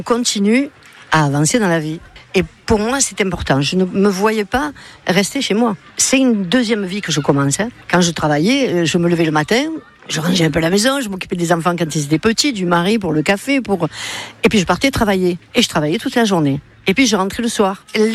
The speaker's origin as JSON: {"language": "French", "town": "La Ciotat", "region": "Provence-Alpes-Côte d'Azur", "country": "France", "tie": "born there", "moved": "yes", "said": "je suis née à La Ciotat et j'y retourne toujours avec plaisir. Maman est enterrée là-bas. J'ai la famille encore qui y est."}